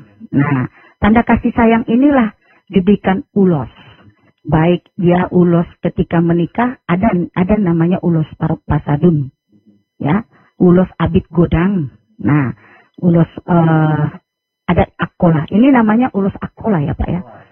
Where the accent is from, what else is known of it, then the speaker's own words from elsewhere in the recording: North Sumatra, Indonesia; di orang kita Batak ya.